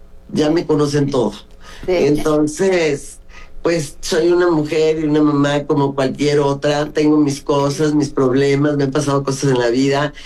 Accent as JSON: {"language": "Spanish", "region": "Mexico City", "country": "Mexico", "tie": "born there", "also_born_or_lived": "Brazil", "said": "nos fuimos a vivir a una vecindad, a Clavería, que está al lado de Azcapotzalco, donde hice la preparatoria. Crecí en Popotla, y el hecho de venir de una colonia que no sea la colonia más nice"}